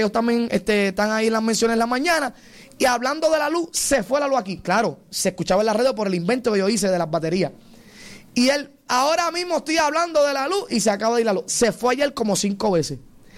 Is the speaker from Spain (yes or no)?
no; Puerto Rico; yo soy puertorriqueño, no porque sea pastor no me duele, no porque sea ungido, no, yo estoy aquí en Puerto Rico, vivo en Puerto Rico, amén, tengo hijos, tengo familia